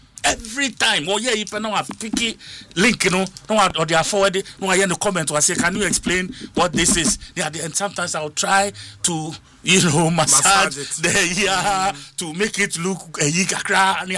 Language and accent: English; Adenta, Greater Accra, Ghana; I was from Adenta, and of course, supervising elections, you know, when he won.